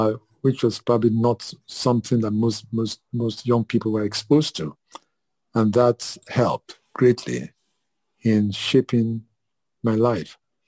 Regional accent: Lagos, Nigeria; born there; also born or lived in Ibadan / Ile-Ife; I grew up with my grandparents. Initial years of growth were with my grandparents. My mother was in Ibadan, but anyway, I grew up in Lagos.

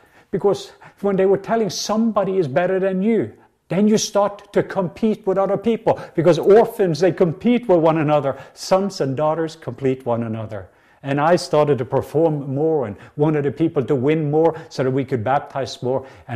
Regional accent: Norway; English is a second language; I came all the way from Norway and I'd saved money for 6 months

